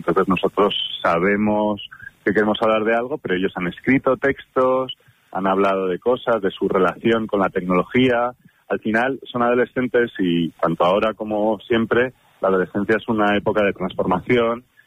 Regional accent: Madrid, Community of Madrid, Spain; now in Navarre, Spain; Sí, claro, yo vengo de Madrid.

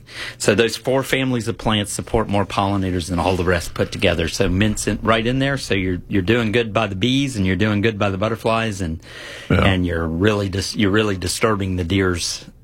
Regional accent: Sparta, North Carolina, United States; Well, I'm from North Carolina.

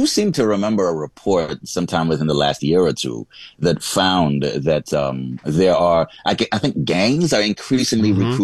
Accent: Montreal, Quebec, Canada; moved away; also born or lived in United States; since I came back to Montreal from the States, which was about 11 years ago.

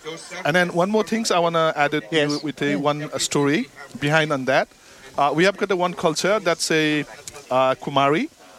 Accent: Kathmandu, Bagmati, Nepal; now in Melbourne, Australia; Actually, we are from the capital city Kathmandu, Nepal.

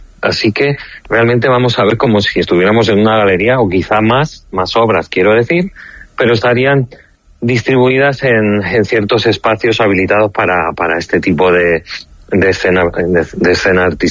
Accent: Palma de Mallorca, Balearic Islands, Spain; born there; moved away; yo salí de mi isla, de Palma de Mallorca, el lugar donde nací, donde hay una naturaleza exultante, está rodeado de color, de estimulación

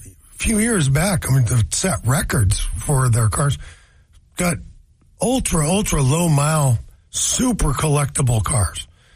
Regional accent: Ballard, Washington, United States; I have mutual friends because I came from Ballard because, yeah, sure, you bet you we had fishing there.

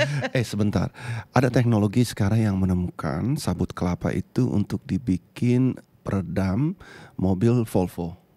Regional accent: Tobelo, North Maluku, Indonesia; Di tempat saya di Tobelo itu ya ada satu pabrik di tempat asal saya gitu, Bu Sandra.

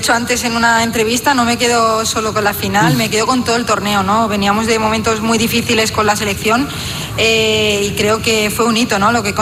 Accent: Seville, Andalusia, Spain; yo como sevillana y sevillista, pues encantada.

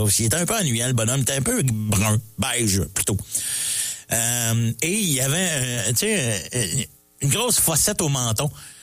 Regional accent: Mont-Saint-Hilaire, Quebec, Canada; Moi, je viens de Saint-Hilaire, puis en face de la polyvalente, de la montagne de Mont-Saint-Hilaire, puis t'as une paroi rocheuse.

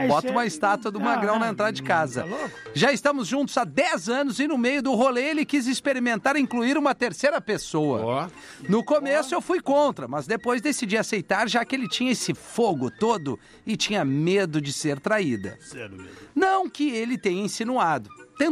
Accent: Balneário Camboriú, Santa Catarina, Brazil; Nós somos de Balneário Camboriú.

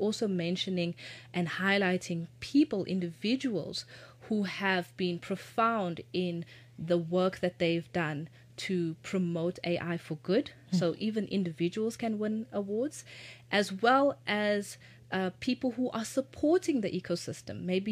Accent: South Africa; as South African women

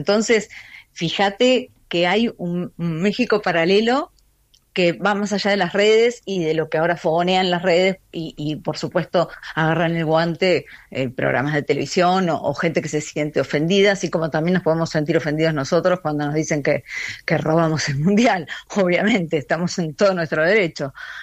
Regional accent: Argentina; moved away; yo cuando me fui de Argentina, en Argentina me fue siempre genial

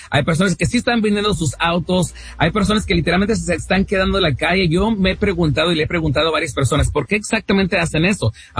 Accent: Houston, Texas, United States; born there; now in Dallas, United States; yo nací en Houston, mis padres son de México, la Ciudad de México.

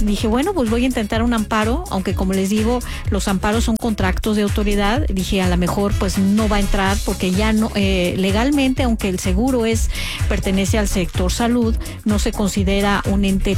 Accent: Mexico; qué miedo como mexicana el vivir esto.

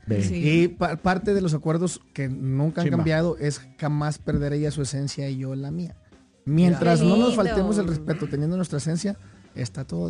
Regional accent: Mexico; En México somos muy albureros en México.

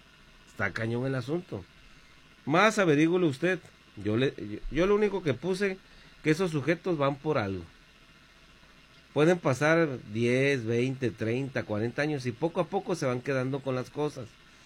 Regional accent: Mexico; yo soy mexicano.

